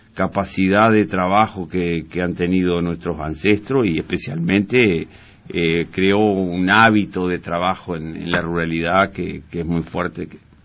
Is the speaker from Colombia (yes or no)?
no; Uruguay; Nosotros que somos vascos